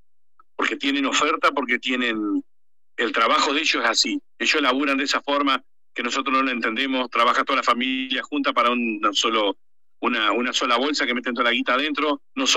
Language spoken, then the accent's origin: Spanish; Argentina; como somos los argentinos.